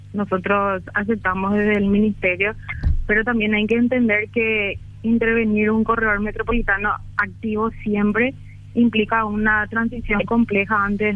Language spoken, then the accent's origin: Spanish; Luque, Central, Paraguay; Sí, yo también soy de Luque.